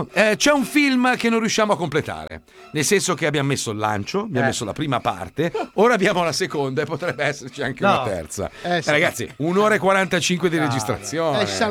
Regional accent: Montevecchia, Lombardy, Italy; born there; also born or lived in United States; Quando mi sono trasferito dall'America all'Italia da piccolo, mi ero comprato la moto a tre ruote, no? E abitavo a Montevecchia.

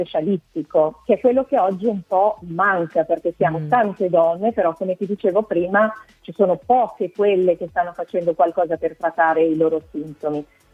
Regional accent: Brazil; now in Italy; Anche da brasiliana, come imprenditrice in Italia

